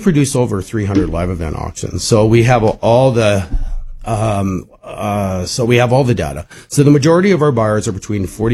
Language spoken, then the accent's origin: English; Saskatoon, Saskatchewan, Canada; I remember when I grew up here in Saskatoon in the 1970s, I'd see the cars ever, the muscle cars ever.